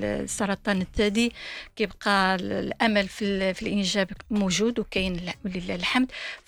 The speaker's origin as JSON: {"language": "Arabic", "country": "Morocco"}